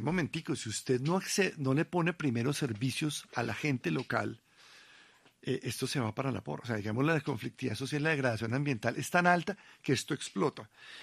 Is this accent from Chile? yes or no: no; Colombia; Si nosotros como colombianos entendemos e interiorizamos que llegará el momento en que tendremos que tributar para mantenerla.